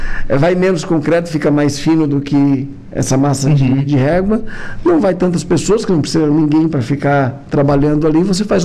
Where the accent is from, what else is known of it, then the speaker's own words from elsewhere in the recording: Florianópolis, Santa Catarina, Brazil; Isso me chocou bastante, porque eu venho de uma cidade, eu venho de Florianópolis, é uma cidade que tem como foco principal o turismo, então ela tem uma visão diferente.